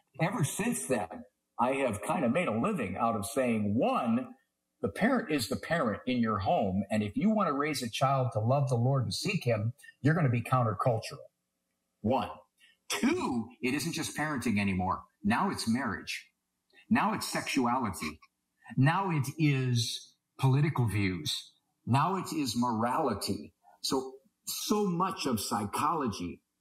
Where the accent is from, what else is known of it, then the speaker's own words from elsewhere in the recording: Canton, Ohio, United States; I was brought up Catholic in Canton, Ohio. I left the Catholic Church in my 30s, went out into the evangelical world